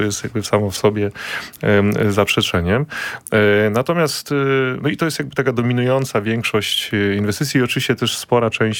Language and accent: Polish; Lower Silesian Voivodeship, Poland; ja pochodzę z Dolnego Śląska, tam wychowywałem się w otoczeniu rodzin górników, prawda?